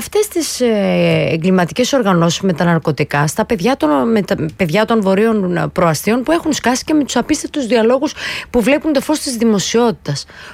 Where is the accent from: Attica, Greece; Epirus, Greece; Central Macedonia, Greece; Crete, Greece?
Central Macedonia, Greece; Thessaloniki; Εγώ είμαι από τη Θεσσαλονίκη. Ενώ τη μεγάλωσα εκεί, σπούδασα εκεί.